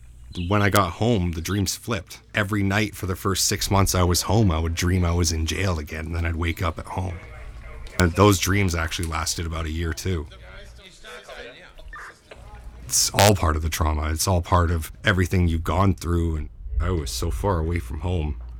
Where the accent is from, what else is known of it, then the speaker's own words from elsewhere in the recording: Canada; Being a Canadian traveler